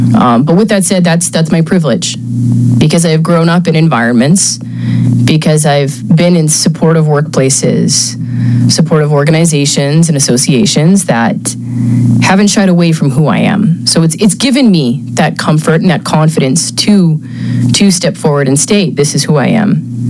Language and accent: English; Saskatoon, Saskatchewan, Canada; I grew up in the prairies in Saskatoon. So I grew up a city girl, middle class